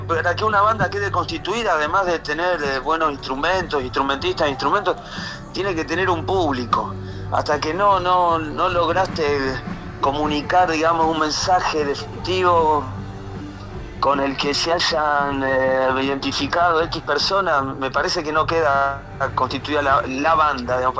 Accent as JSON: {"language": "Spanish", "country": "Argentina", "tie": "born there", "said": "No, acá. Nosotros somos originarios de Lucania, de Basilicato."}